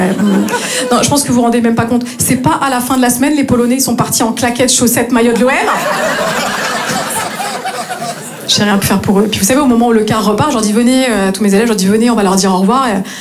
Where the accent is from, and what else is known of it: Grand Est, France; now in Marseille, France